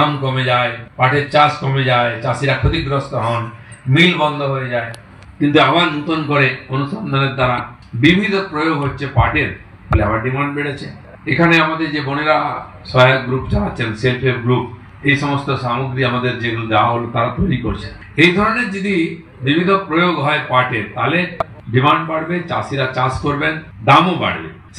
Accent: Medinipur, West Bengal, India; born there; আমি আমার গ্রামে দেখেছি মেদিনীপুরে শন চাষ হতো

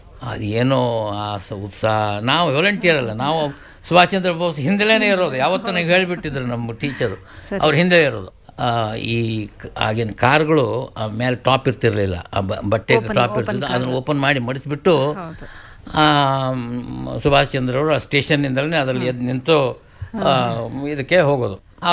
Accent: Hubballi, Karnataka, India; born there; ನಾನು ಹುಟ್ಟಿದ್ದು ಹುಬ್ಬಳ್ಳಿಯಲ್ಲಿ, ಆದರೆ ನಮ್ಮ ಮೂಲ ಊರು ಅಥವಾ ಹಳ್ಳಿ ಮರೇವಾಡ, ಧಾರವಾಡದಿಂದ ಒಂದು 6 ಮೈಲಿಗೆ ದೂರ ಅಲ್ಲಿ ಹಳ್ಳಿ ಇದೆ.

